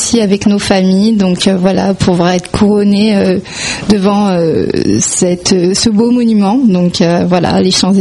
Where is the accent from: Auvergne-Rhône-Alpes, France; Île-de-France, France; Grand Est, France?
Île-de-France, France; Deuil-la-Barre; moved away as an adult; now in Enghien-les-Bains, France; Non, j'ai déménagé, je suis de Deuil-la-Barre, donc j'ai déménagé en...